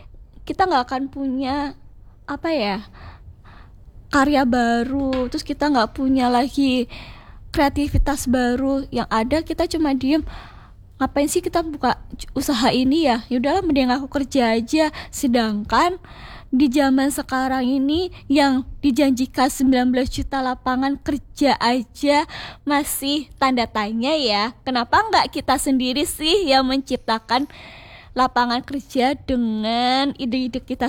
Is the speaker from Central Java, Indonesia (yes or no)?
no; Yogyakarta, Special Region of Yogyakarta, Indonesia; born there; moved away as an adult; also born or lived in Jakarta / Sumatra / Kalimantan / Maluku; aku pulang ke Jogja, pulang ke tanah kelahiranku sendiri